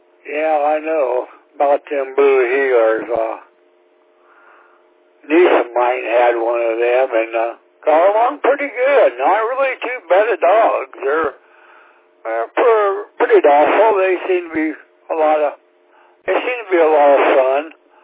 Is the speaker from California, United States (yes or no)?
no; Lincoln, Nebraska, United States; And like I said, I'm from Lincoln, Nebraska.